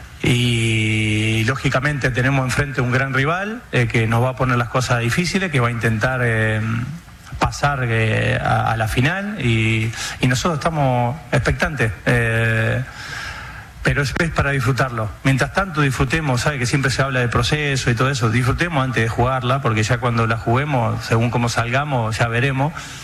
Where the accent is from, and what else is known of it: Argentina